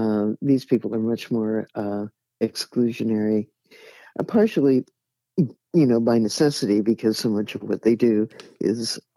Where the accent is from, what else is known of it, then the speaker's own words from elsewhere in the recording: San Francisco, California, United States; I grew up in North Beach.